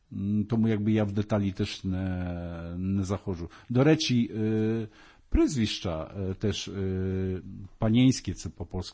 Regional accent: Poland; Ukrainian is a second language; moved away; коли я говорив, що я з Польщі

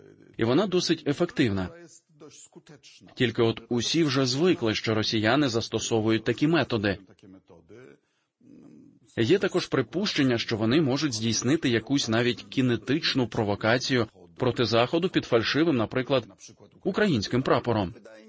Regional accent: Poland; У Польщі, в моєму рідному місті

